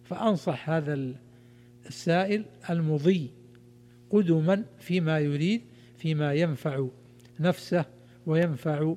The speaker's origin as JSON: {"language": "Arabic", "country": "Saudi Arabia", "said": "عندنا في المملكة العربية السعودية"}